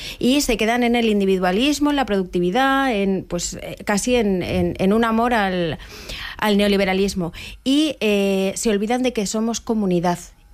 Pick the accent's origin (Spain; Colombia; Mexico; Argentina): Spain; Pero ahora podemos decir otra vez eso de soy española, ¿qué quieres que te gane?